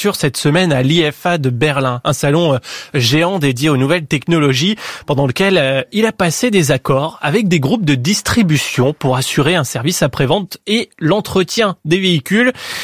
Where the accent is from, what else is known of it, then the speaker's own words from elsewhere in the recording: France; Oui, chez nous, en France.